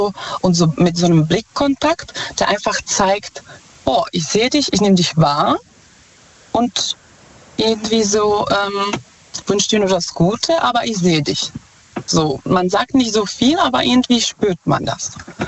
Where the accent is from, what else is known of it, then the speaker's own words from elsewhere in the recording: Czechia; German is a second language; Ich komme ursprünglich aus Tschechien.